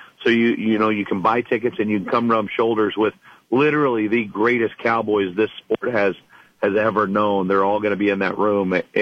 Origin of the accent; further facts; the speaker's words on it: Oklahoma, United States; You know, we're rural America, whether we come from Oklahoma City or the outskirts and in little towns around the state.